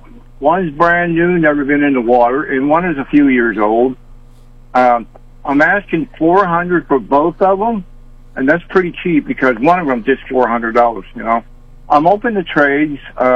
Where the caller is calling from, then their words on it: Marshall, Missouri, United States; Well, I live in a rural Marshall at the moment.